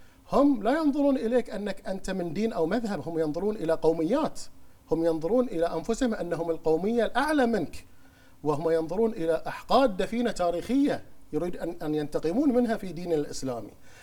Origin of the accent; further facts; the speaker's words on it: Bahrain; احنا بلد عربي مسلم